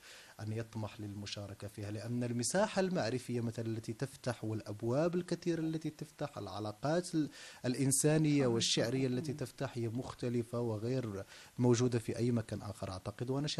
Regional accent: Morocco; وأنا ذهبت ألبس لباس مغربي

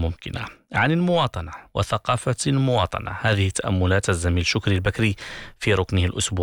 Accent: Morocco; مجتمعنا المغربي

